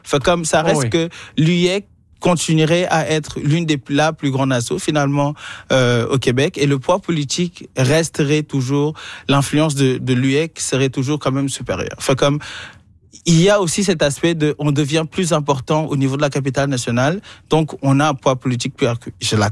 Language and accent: French; Paris, Île-de-France, France; Il faut savoir comment je viens de Paris. Fait comme à ce moment, j'étais à Paris en train de profiter du ciel gris de Paris.